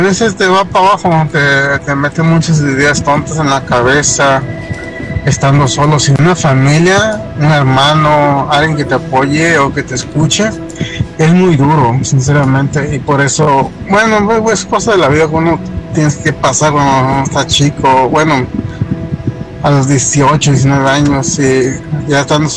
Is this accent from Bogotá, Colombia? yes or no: no; Santa Marta, Magdalena, Colombia; el chiste es que yo soy de Santa Marta, mi tamita, como les digo. Yo soy guadalupano.